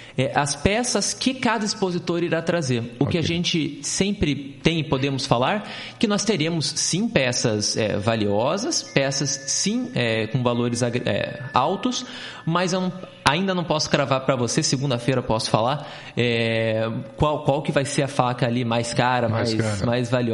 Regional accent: Curitiba, Paraná, Brazil; Eu sou, nasci em Curitiba e sempre morei em Curitiba

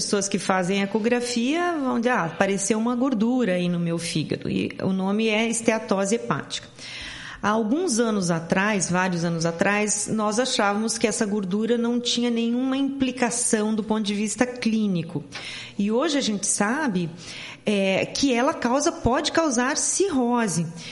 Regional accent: Paranavaí, Paraná, Brazil; also born or lived in Maringá; Então, eu sou nascida em Maringá e fui criada em Paranavaí. Daí eu sou a primeira médica da família

